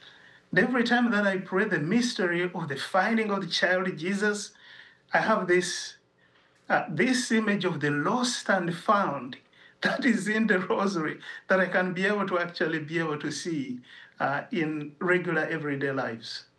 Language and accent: English; Uganda; English is a second language; As some of your viewers might be aware, I come from Uganda, from East Africa, and I worked much of the time in that region.